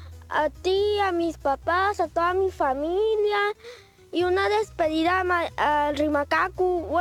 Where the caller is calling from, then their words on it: Mexicali, Baja California, Mexico; de Mexicali.